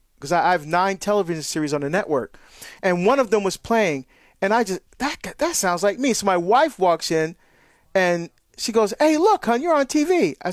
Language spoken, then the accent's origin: English; Hillside, New Jersey, United States; also born or lived in Barbados; now in Portland, United States; I grew up in Christ the King in Hillside, New Jersey.